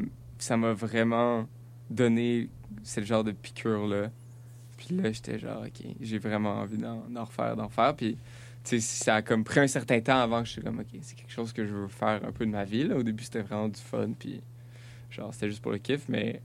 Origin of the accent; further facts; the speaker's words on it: Quebec, Canada; je suis tout le temps que je viens du Québec. Avant de dire que nécessairement que je viens du Canada